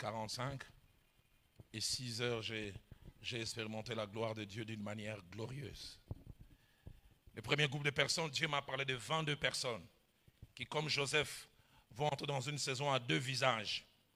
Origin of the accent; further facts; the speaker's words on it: Lausanne, Vaud, Switzerland; j'ai grandi à Lausanne.